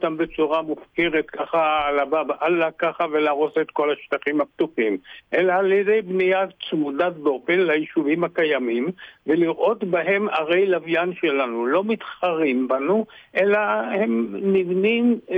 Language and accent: Hebrew; Haifa, Haifa District, Israel; כל השכונות האלה שאני דרך אגב גדלתי בהן.